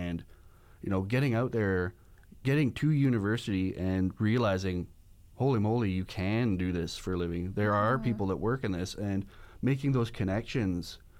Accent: Hazelton, British Columbia, Canada; moved away as an adult; now in Prince George, Canada; Well, I'm from Hazleton originally, which is about 4.5 hours or so west of here. Grew up most of my life there. I moved out to Prince George in about 2005

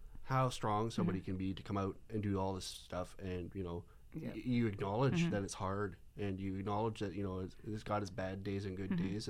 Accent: Prince George, British Columbia, Canada; I grew up here

